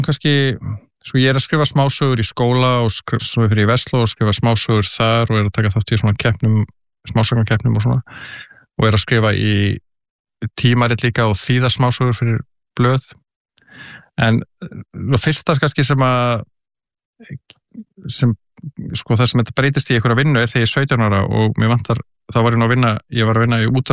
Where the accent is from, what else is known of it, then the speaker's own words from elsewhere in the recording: Kópavogur, Capital Region, Iceland; also born or lived in Reykjavík; Ég alveg upp í Kópavogi til 13 ára aldurs, í Hjallakverfinu og ég fæddist svona reyndar í Reykjavík